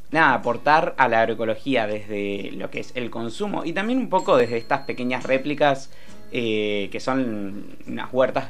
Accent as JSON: {"language": "Spanish", "town": "La Plata", "region": "Buenos Aires Province", "country": "Argentina", "tie": "born there", "said": "Yo soy nacido en Villa Elvira"}